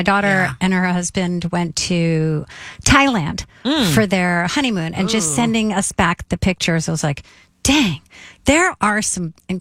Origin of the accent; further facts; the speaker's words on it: Ossining, New York, United States; moved away; my hometown of Ossining, New York.